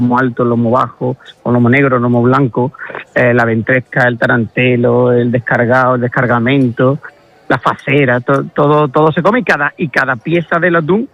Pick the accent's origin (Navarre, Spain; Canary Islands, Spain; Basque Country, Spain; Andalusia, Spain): Andalusia, Spain; Huelva